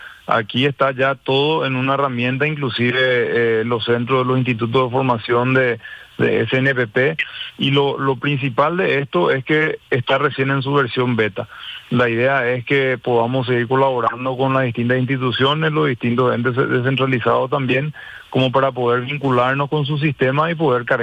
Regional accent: Paraguay; nuestro país.

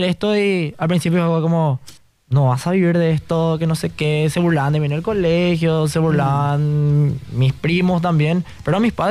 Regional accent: Ciudad del Este, Alto Paraná, Paraguay; now in Asunción, Paraguay; yo soy oriundo de Ciudad del Este, hace 2 años vivo acá, ya en Asunción.

